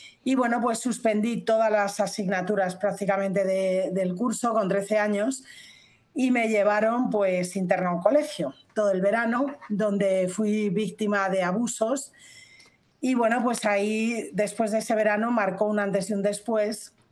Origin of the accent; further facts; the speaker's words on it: Spain; soy española, tengo 62 años, nací en el 64